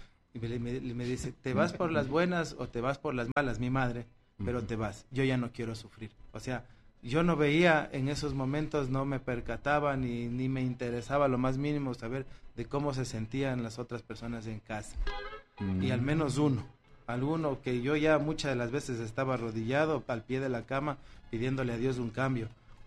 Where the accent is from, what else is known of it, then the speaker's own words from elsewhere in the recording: Santo Domingo, Distrito Nacional, Dominican Republic; y en BBD, porque era costa, yo soy de Santo Domingo.